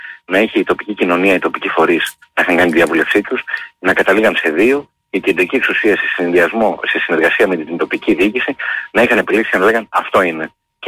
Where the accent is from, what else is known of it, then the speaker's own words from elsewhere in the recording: Central Greece, Greece; Η καταγωγή μου είναι από τη Σερρέα Ελλάδα, τα Ρουμελιώτης.